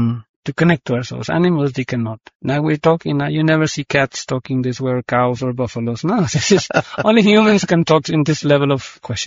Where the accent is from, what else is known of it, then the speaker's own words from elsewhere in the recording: North India, India; First of all, I'm coming from North India, so the weather is very hot.